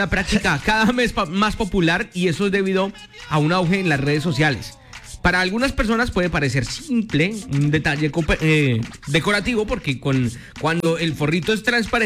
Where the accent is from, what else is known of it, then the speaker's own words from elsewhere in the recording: Colombia; Así somos los colombianos